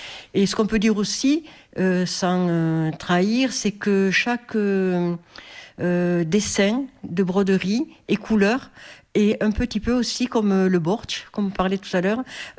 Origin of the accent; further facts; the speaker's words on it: France; moi, en tant que Française